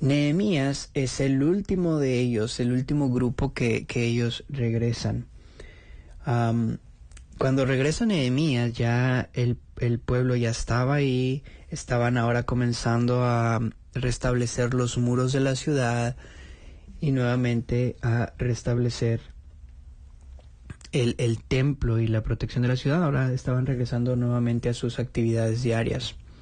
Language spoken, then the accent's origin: Spanish; Monterrey, Nuevo León, Mexico; Como en Monterrey, en la ciudad de donde yo soy, hay muchas montañas hermosas, grandes, majestuosas.